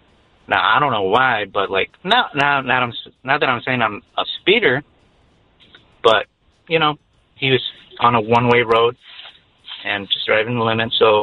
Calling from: Milwaukee, Wisconsin, United States; Milwaukee, Wisconsin.

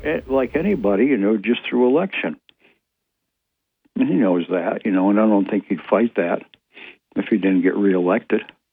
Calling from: Ithaca, New York, United States; of Greater Ithaca.

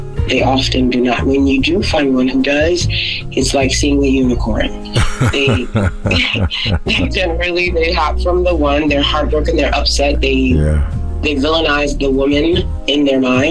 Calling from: New York, United States; I'm from Brooklyn.

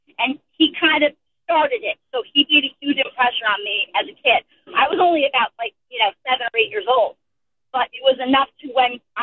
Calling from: New Jersey, United States; I'm from South Jersey, so, okay. You know, like, by Atlantic City

